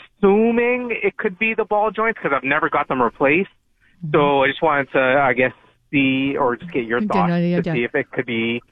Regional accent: Toronto, Ontario, Canada; moved away; I'm originally from Toronto, but I kept my Toronto number.

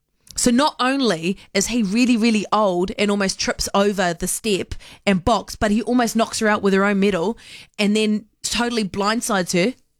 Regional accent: New Zealand

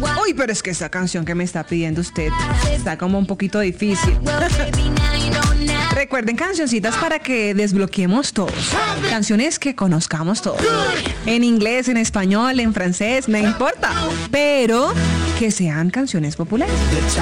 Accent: Colombia; la solidaridad nos une como colombianos.

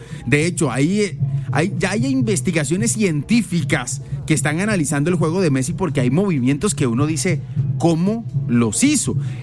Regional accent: Colombia; Yo como colombiano le diría a la selección Colombia, ni vayan.

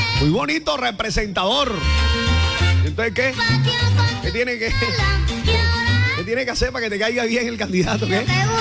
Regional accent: Colombia; Que nos hagamos sentir como colombianos por nuestra patria, nuestra querida Colombia, ¿eh? Tenemos una oportunidad bien interesante los colombianos y es votar.

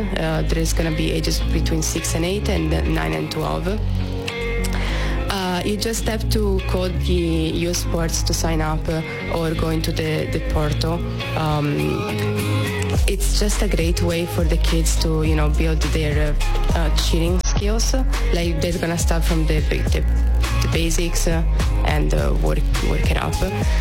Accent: Italy; now in United States; if you can hear my accent, I'm not American, so we really don't play cornhole in Italy.

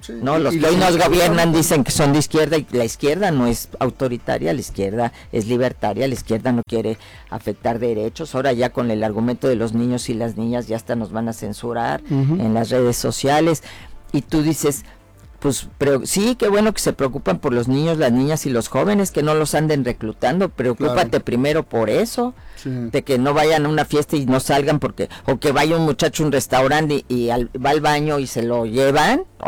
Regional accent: Mexico; nos han dividido como mexicanos

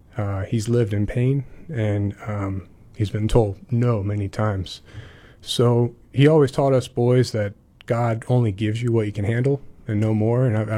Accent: Boynton Beach, Florida, United States; moved away as an adult; also born or lived in Northeast United States / Pennsylvania; I grew up in West Palm Beach in Boynton Beach, Florida, on the East Coast.

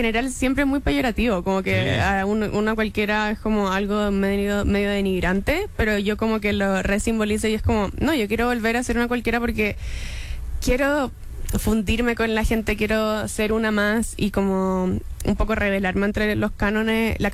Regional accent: Chile

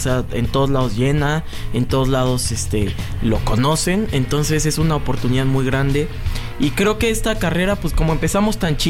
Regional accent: Mexico; nosotros como mexicanos cantemos música en español

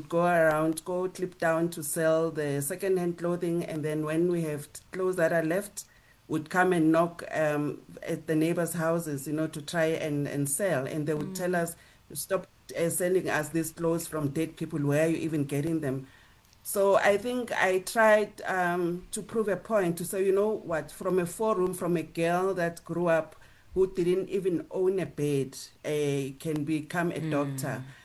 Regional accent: Soweto, Gauteng, South Africa; I'm from a family of six. And I grew up in Soweto

